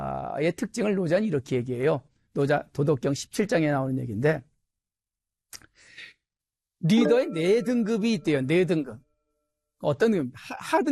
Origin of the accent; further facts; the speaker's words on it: Chungcheong, South Korea; 제가 충청도 출신인데